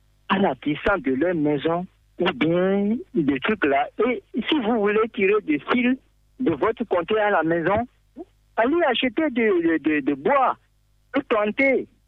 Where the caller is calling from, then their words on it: Benin; nous, le peuple béninois